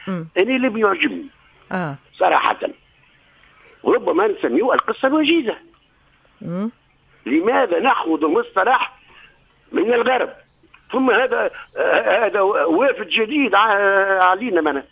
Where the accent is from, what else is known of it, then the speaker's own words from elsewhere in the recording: Tunisia; وأنا أول تونسي